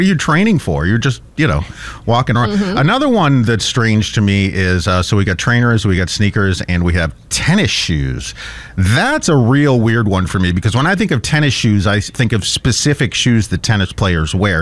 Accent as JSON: {"language": "English", "region": "Massachusetts", "country": "United States", "said": "I'm from Massachusetts. So we all come from sort of different places."}